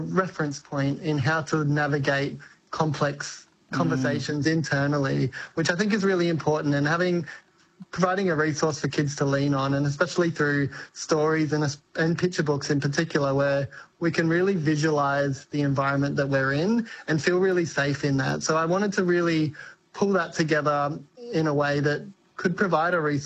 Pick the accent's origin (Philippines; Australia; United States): Australia; Katherine, Northern Territory; reflections on my childhood growing up in Katherine in the Northern Territory and pondering identity and figuring out my way through life and discovering who I was.